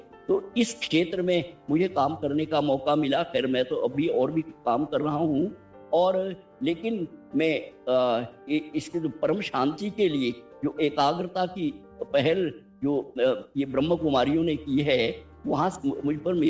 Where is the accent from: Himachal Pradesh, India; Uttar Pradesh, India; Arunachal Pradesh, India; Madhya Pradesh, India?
Himachal Pradesh, India; यहाँ मेरे गांव के नजदीक बलग गांव है